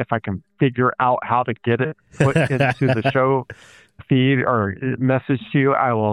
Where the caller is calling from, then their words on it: Michigan, United States; from Northern Michigan.